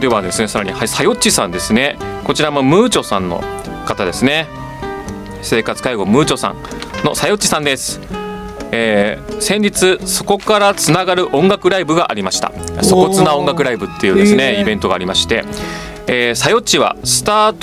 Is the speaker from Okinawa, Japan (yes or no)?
no; Miyagi, Japan; 私は今飛行機に乗って、夫のいてるくんと一緒にふるさとの宮城県に6日間帰っているところです。